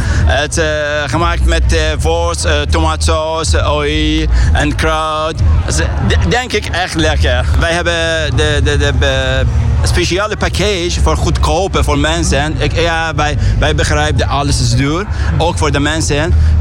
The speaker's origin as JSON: {"language": "Dutch", "town": "Nijmegen", "region": "Gelderland", "country": "Netherlands", "said": "40 jaar oud. Ik kom uit Nijmegen."}